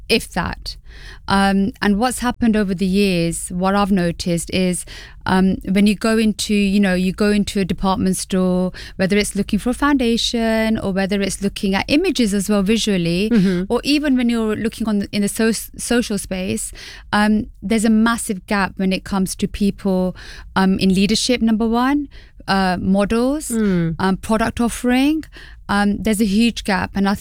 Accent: London, United Kingdom; born or raised there

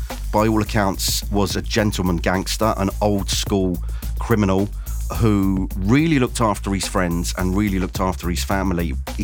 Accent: Ireland; now in United Kingdom; During the 70s and 80s, there was the IRA bombing campaign going on over here. So being Irish was keep your head down, don't talk to the police, don't talk to outsiders

